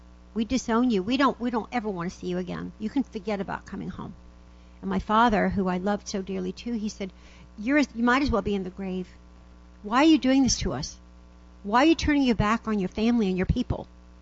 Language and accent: English; New York, United States; In New York, growing up in Judaism, you go to the synagogue, and the women sit on one side, the men sit on another side